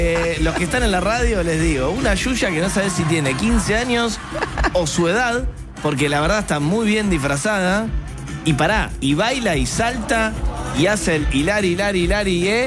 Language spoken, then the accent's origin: Spanish; Buenos Aires, Argentina; yo que soy de la República Separatista de Caballito.